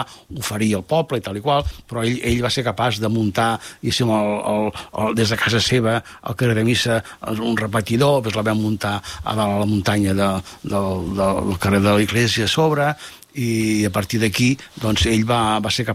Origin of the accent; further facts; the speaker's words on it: Vallirana, Catalonia, Spain; Jo recordo haver baixat a Molins de Rei i algú que preguntava: i tu d'on ets? Vallirana.